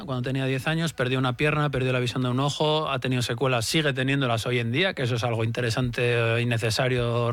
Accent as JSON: {"language": "Spanish", "town": "San Sebastián", "region": "Basque Country", "country": "Spain", "said": "yo soy de Donostiarra del 76, pero yo creo que los que fuimos niños en los 80... los niños vascos de los 80"}